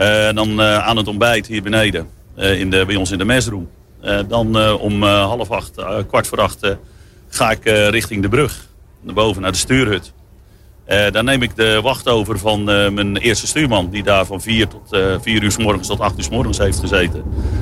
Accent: Katwijk, South Holland, Netherlands; En ik kom zelf uit Katwijk aan Zee.

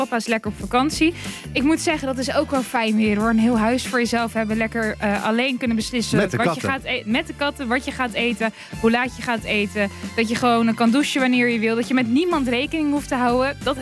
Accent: Capelle aan den IJssel, South Holland, Netherlands; Ik dacht Rotterdam of Capelle, waar ik vandaan kwam.

